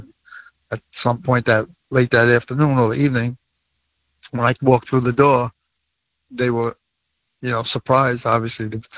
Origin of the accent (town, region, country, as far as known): Brooklyn, New York, United States; born or raised there